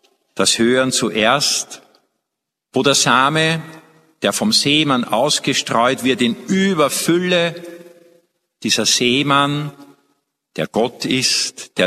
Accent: Austria; bei uns in Österreich so viel geschenkt ist, auch bei uns hier in unserer Region

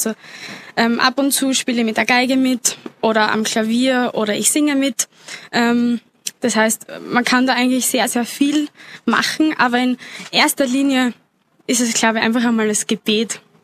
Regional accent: Styria, Austria; Ich bin eine waschechte Obersteirerin aus dem schönen Murtal in der Nähe von Seckau.

